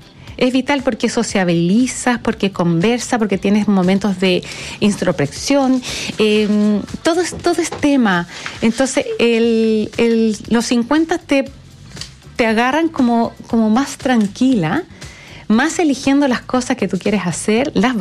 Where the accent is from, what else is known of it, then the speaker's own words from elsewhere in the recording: Valdivia, Los Ríos, Chile; Yo creo que el plus aquí es que en Valdivia, que es mi ciudad, yo nací en Valdivia, mi familia es de allá